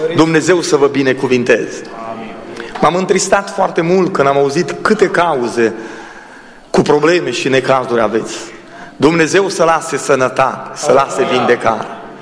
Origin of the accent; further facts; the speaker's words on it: Timișoara, Timiș County, Romania; Eu am crescut în Timișoara, în adunările pentecostale